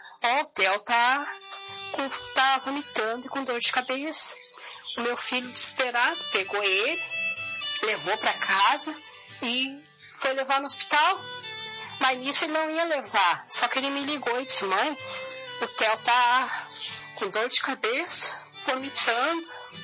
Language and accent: Portuguese; Alvorada, Rio Grande do Sul, Brazil; sou de Alvorada, Rio Grande do Sul.